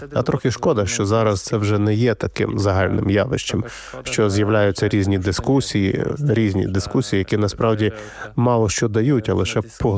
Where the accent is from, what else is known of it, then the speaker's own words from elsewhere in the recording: Poland; Ukrainian is a second language; лише через деякий час згадую, що я з Польщі